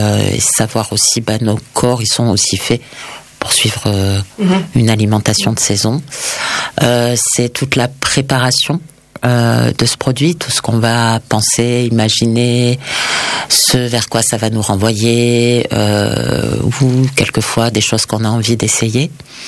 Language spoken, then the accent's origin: French; Auvergne-Rhône-Alpes, France; moi je suis une fille du Dauphiné. J'ai grandi dans le Dauphiné.